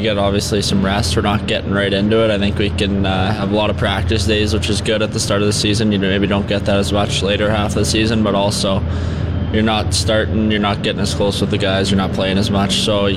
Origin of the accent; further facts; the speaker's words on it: British Columbia, Canada; moved away; getting to play in my hometown